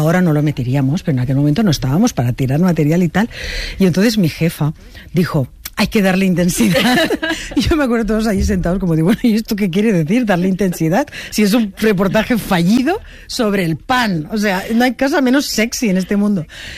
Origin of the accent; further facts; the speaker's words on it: Spain; yo quiero saber como ciudadana española cuál ha sido la historia económica del rey emérito